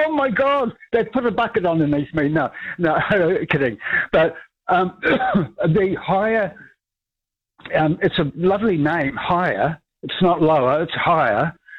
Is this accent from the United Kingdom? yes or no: no; New Zealand; I've always loved them as a New Zealander, and I've always thought that they were a family company.